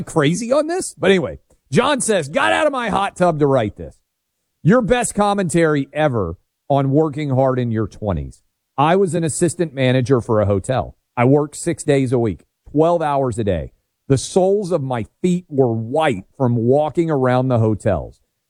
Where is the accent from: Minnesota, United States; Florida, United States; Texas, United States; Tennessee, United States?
Tennessee, United States; You can play in my home state of Tennessee.